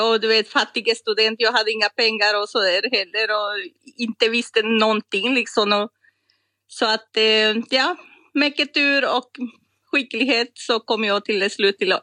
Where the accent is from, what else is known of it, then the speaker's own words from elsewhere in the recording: Costa Rica; Jag kommer från Costa Rica. Och har studerat i Polen då på 90-talet.